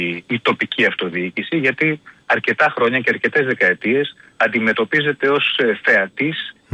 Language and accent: Greek; Serres, Central Macedonia, Greece; Εγώ είμαι από Σέρες.